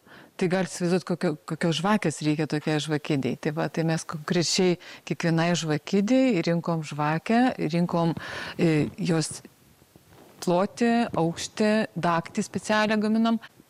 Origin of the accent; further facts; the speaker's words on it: Plungė, Telšiai County, Lithuania; now in Trakai, Lithuania; Esu trečios kartos bitininkė. Šiaip kilimo esu iš Plungės.